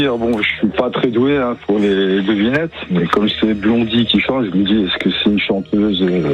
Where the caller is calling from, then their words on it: Brumath, Grand Est, France; moi je suis de Brumath